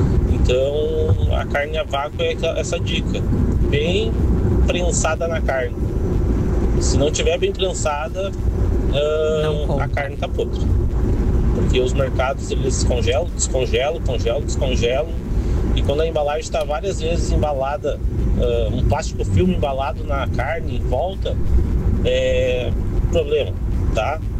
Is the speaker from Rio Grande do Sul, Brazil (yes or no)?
yes; São Leopoldo, Rio Grande do Sul, Brazil; Estava escutando vocês agora indo trabalhar, sou de São Leopoldo, indo trabalhar em Hamburgo.